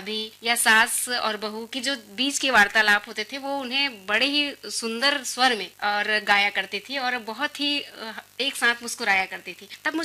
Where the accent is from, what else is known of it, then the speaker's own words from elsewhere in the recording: a village near Mungeli district, Chhattisgarh, India; तन मन धन से छत्तीसगढ़ महतारी की बेटी। उनकी गोद में खेली, खाई, बड़ी हुई। मेरा बचपन मुंगेली जिला के पास एक छोटे से गांव किस तरह में बीता